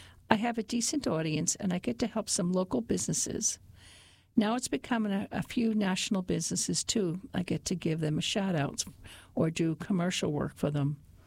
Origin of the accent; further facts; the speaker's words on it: Massachusetts, United States; now in Rhode Island, United States; I grew up in Massachusetts, right near the Rhode Island border